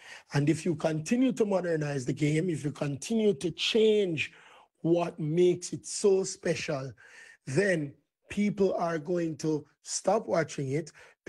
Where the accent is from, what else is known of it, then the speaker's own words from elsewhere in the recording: Jamaica; from Jamaica.